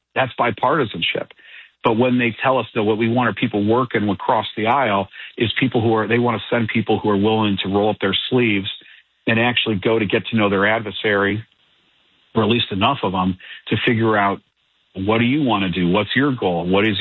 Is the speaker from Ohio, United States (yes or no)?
yes; Cleveland, Ohio, United States; I remember a guy, Dave Zupan in Cleveland, Ohio, my hometown, someone I met.